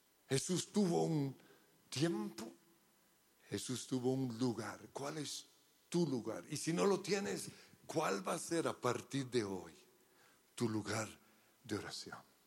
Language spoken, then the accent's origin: Spanish; Australia; accent: Colombian; also born or lived in Colombia; pero yo soy australiano, ¿no? Yo hablo como colombiano, pero soy australiano, de esos blancos horribles, sí, ese soy yo.